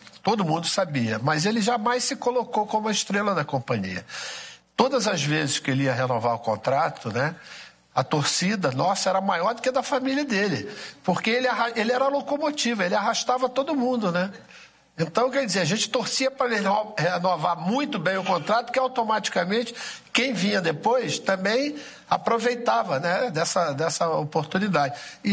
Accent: Rio de Janeiro, Brazil; eu fui criado aqui em Copacabana

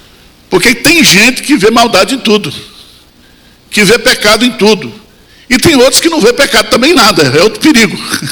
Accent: Bahia, Brazil; nós somos baianos

